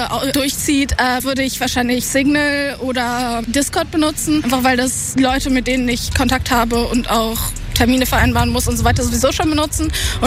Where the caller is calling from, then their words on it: Kiel, Schleswig-Holstein, Germany; ich komme aus Kiel